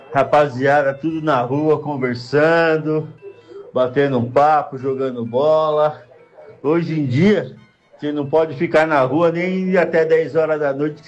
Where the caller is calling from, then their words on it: Santo André, São Paulo, Brazil; de Santo André.